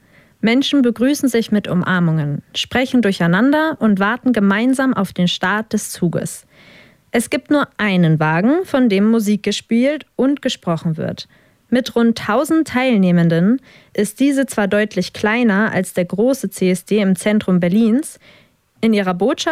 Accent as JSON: {"language": "German", "town": "Khabarovsk", "region": "Khabarovsk Krai", "country": "Russia", "said": "Wir kommen eigentlich ursprünglich aus Khabarovsk."}